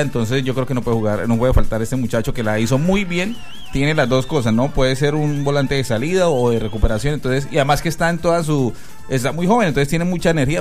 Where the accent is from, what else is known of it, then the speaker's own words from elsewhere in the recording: Colombia; Yo soy colombiana